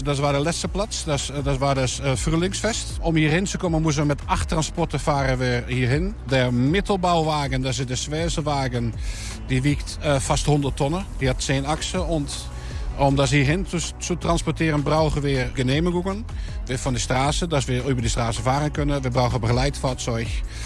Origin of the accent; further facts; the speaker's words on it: Roermond, Limburg, Netherlands; German is a second language; Ich komme selbst aus Roermond